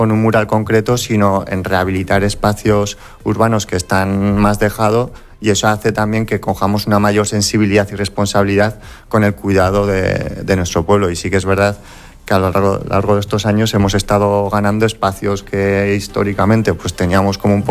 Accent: Azagra, Navarre, Spain; Los que somos de Azagra o quizá de alrededor

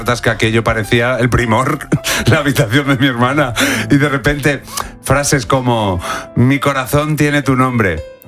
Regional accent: Salamanca, Castile and León, Spain; yo soy de Salamanca.

